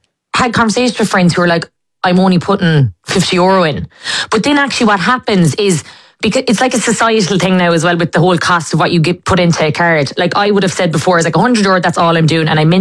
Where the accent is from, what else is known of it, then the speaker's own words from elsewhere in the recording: Listowel, Munster, Ireland; my hometown again of Listowel